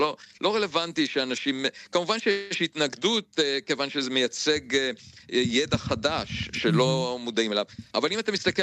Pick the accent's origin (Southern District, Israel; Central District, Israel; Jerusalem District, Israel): Central District, Israel; Beit Hanan; דרך אגב, אני נולדתי במושב בית חנן, וגדלתי בצד הטבע.